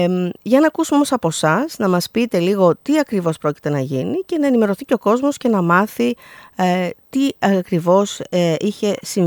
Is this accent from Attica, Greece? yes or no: no; Nigrita, Central Macedonia, Greece; now in Serres, Greece; η Ιγρίτα είναι η πατρίδα μου